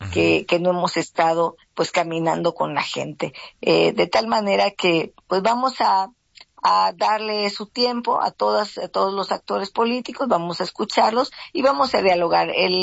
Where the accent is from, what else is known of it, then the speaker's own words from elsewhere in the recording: Guerrero, Mexico; También yo soy parte del pueblo afromexicano de Guerrero, soy de la Costa Chica de Guerrero.